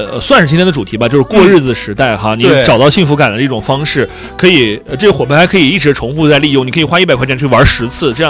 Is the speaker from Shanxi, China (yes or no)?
yes; Shanxi, China; now in Hainan, China; 我是山西的。像我们山河四省的朋友